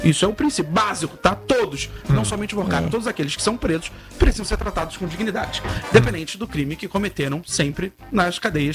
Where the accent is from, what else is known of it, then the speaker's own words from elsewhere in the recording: Argentina; Portuguese is a second language; Sou argentino. Já mostrei, inclusive, aqui minha tatuagem da Argentina.